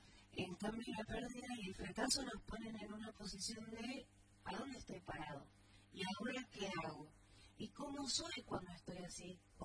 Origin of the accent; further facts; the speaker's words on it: Argentina; Más allá de como argentinos que perdemos, ¿qué perdemos como personalmente?